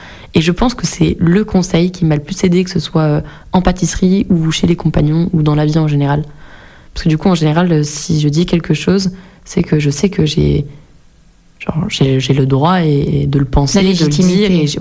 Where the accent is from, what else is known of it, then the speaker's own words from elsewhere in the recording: Lyon, Auvergne-Rhône-Alpes, France; Je suis pas forcément pour repartir à Lyon, j'y retournerai de temps en temps, mais je suis pas pour repartir vivre là-bas en tout cas.